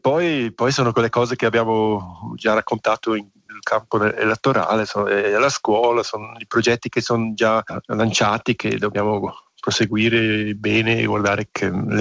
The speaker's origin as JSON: {"language": "Italian", "town": "Savognin", "region": "Graubünden", "country": "Switzerland", "tie": "born or raised there", "said": "sono cresciuto a Savognina, oltre a montagna, anche questo magari un po' qualcosa interessante, che non sono proprio dalla valle oriundamente, ma sono adesso qui a quasi 20 anni che posso vivere qui e parlo la lingua romancia"}